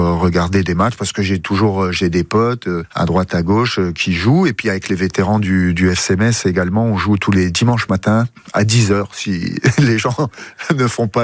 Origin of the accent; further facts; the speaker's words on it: Grand Est, France; Moi, je faisais du vélo et des cabanes dans les bois. Je savais même pas si j'étais à Luxembourg ou en France, tellement c'est proche.